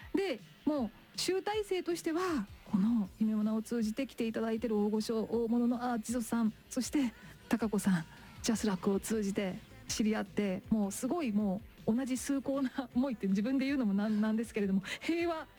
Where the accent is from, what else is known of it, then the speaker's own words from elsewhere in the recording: Kagawa, Japan; moved away as an adult; now in Tokyo, Japan; 私地元の香川県にいた頃は